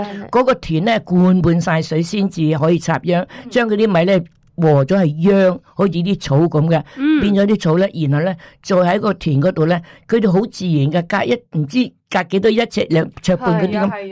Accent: Guangdong, China

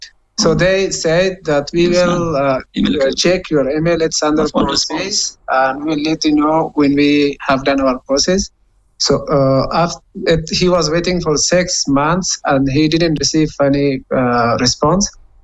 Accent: Bamiyan, Afghanistan; English is a second language; where I live the people don't know I'm from Bamiyan I told them I'm from somewhere else to be more safe

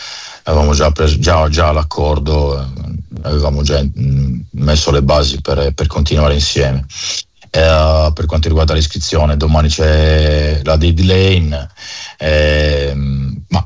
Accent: Sardinia, Italy; Noi dobbiamo essere orgogliosi come sardi, di avere una squadra come il Cagliari in Serie A che ha mantenuto la categoria

